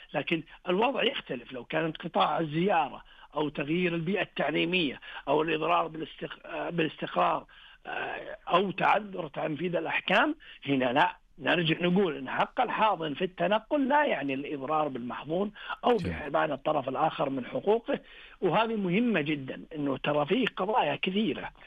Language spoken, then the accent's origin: Arabic; Saudi Arabia; وعندنا في المملكة العربية السعودية